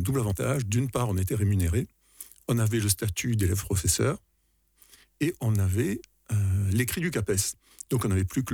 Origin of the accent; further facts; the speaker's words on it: Alès, Occitanie, France; born there; Alors je suis né à Alès, dans une famille qui est à la fois protestante et sévenol.